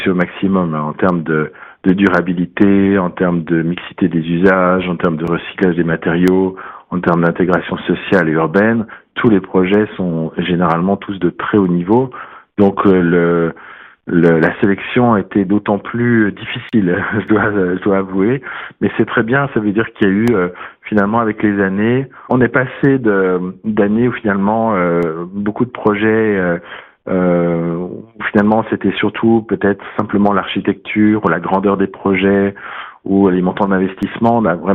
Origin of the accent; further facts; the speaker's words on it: France; en tant que Français, même si je suis dirigeant du MIPIM